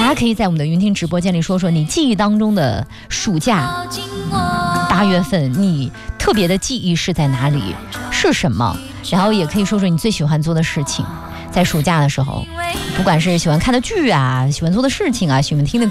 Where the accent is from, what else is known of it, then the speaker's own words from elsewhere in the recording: Beijing, China; 虽然我是土生土长的北京人，